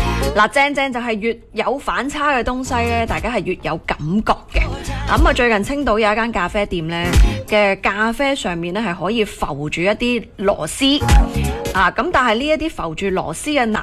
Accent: Guangdong, China; 作为我哋广东土生土长嘅广东人咧

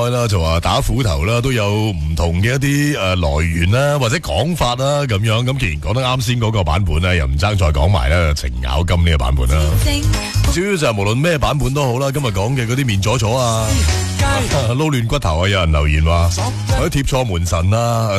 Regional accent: Guangdong, China; 其实背后都有好多我哋广府人嘅古仔。

